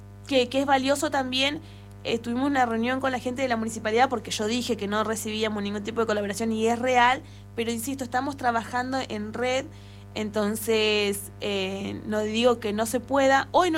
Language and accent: Spanish; Zapala, Neuquén, Argentina; Yo nací en Zapala, estudié en otro lugar, pero bueno, volví a los 15 años a Zapala, ya tengo 40.